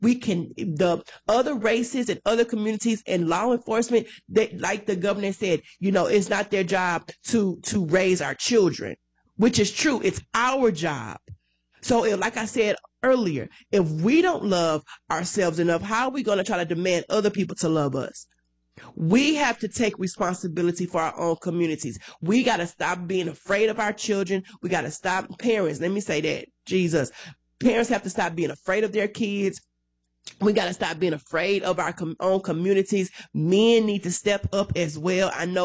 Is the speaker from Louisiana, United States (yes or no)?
yes; Baton Rouge, Louisiana, United States; born there; moved away as an adult; I came back here from Baton Rouge. I went to high school in BR, did some college work, you know, all those type of things in BR.